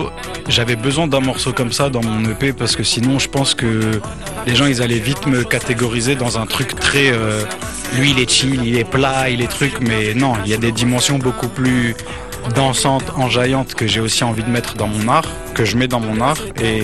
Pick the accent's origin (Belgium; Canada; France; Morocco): Morocco; Bah après faut pas oublier que je suis marocain aussi.